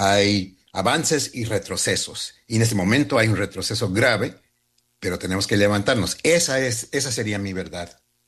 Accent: El Salvador; Yo soy salvadoreño mexicano.

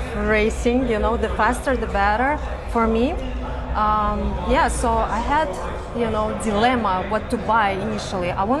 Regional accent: Uzbekistan; No, I'm from Uzbekistan. It's far away. It used to be a part of USSR, southern part, and I'm from there. So I'm not Uzbek, but we have different nations there.

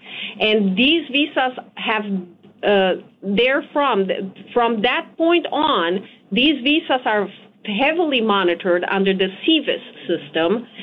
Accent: Romania; now in Connecticut, United States; I'm originally from Romania, so I speak Romanian, English, Spanish, which comes in handy these days, and French fluently.

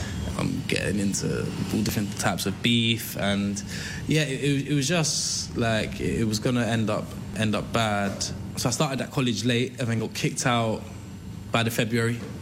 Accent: London, United Kingdom; to see how privileged you are to have been growing up in London. So my granddad was like, yeah, cool, we're going to ship you back to Guyana.

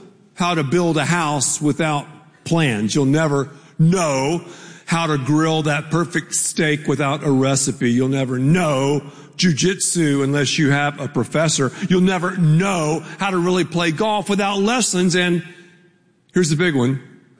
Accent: Texas, United States

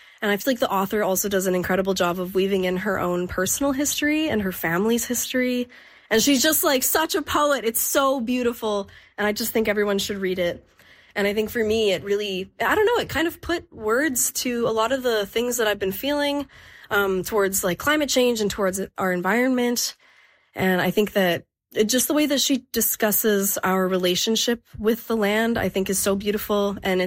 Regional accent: Fort McMurray, Alberta, Canada; born there; now in Edmonton, Canada; I'm a singer-songwriter and a multidisciplinary artist from Edmonton, Alberta. I was born in Fort McMurray and now reside in the Treaty 6 region.

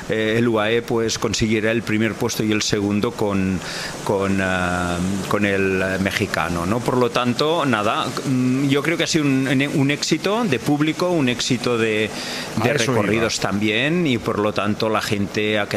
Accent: Sant Miquel de Balenyà, Catalonia, Spain; moved away; mi madre vive allí y mi hermano y mi hermana, por lo tanto, y es mi pueblo, yo crecí allí

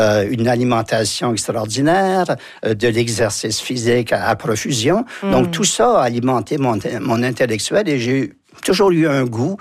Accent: Saint-François, New Brunswick, Canada; Je suis né à Saint-Basile, mais je suis allé à Saint-François.

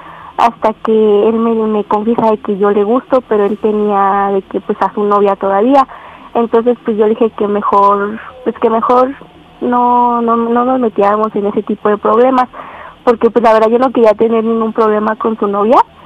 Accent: State of Mexico, Mexico; Tengo 13 años y soy del Estado de México.

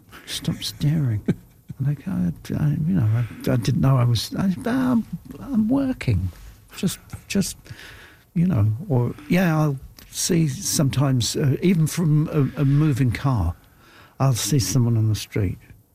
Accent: Ireland; and then I'm walking around, just talking to myself, and I'm Irish, you know.

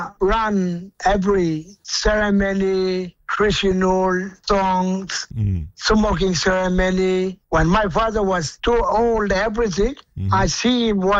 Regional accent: Groote Eylandt, Northern Territory, Australia; also born or lived in Numbulwar; I was born in Gulf, but I born and grow up a little bit. We stay at Groot Island first.

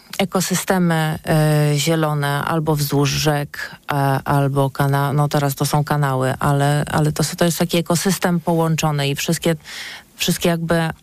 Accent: Pionki, Masovian Voivodeship, Poland; also born or lived in Radom / Warsaw; jestem z Mazowsza, dlatego że mieszkałam w Pionkach, znaczy urodziłam się pod Radomiem, mieszkałam dużo w Pionkach, uczyłam się w Radomiu, mieszkałam w Warszawie, więc dlatego mówię, że jestem z Mazowsza

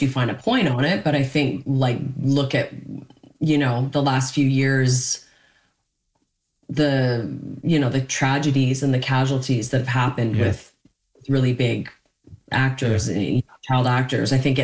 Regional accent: Canada; because of my childhood and the way I was raised and being Canadian, like I weirdly didn't really even process it.

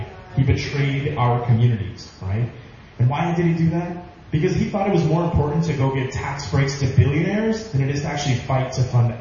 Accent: Bakersfield, California, United States; I grew up right here in Bakersfield, right here in Kern County.

